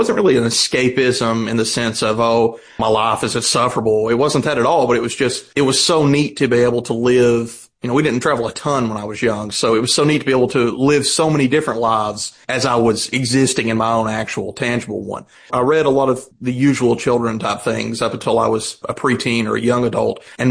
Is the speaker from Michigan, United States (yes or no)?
no; Kentucky, United States; It's obviously very rural. I'm from Kentucky, District 5. It's the congressional district.